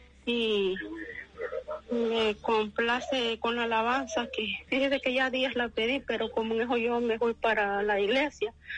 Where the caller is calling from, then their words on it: Jamastrán Valley, El Paraíso, Honduras; se le está sintonizando aquí, en el extenso valle de, en el extenso y fértil valle de Jamastrán. Aquí se le está escuchando